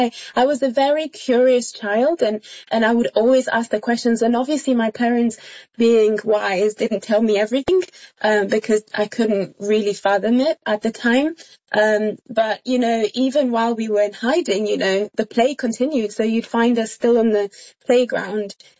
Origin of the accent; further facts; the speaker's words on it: DR Congo; And I remember growing up in Congo, just so many times where the soldiers would come